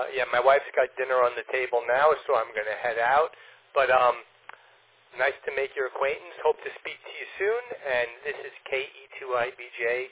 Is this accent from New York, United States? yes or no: yes; Lynbrook, New York, United States; moved away as an adult; now in Long Island (near Jericho Turnpike), United States; I moved here about 8 years ago. I grew up actually in Lynbrook, and then I came out this way